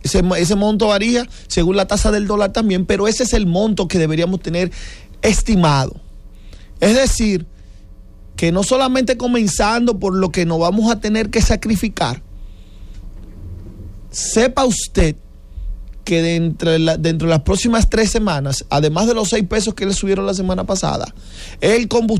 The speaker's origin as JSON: {"language": "Spanish", "country": "Dominican Republic"}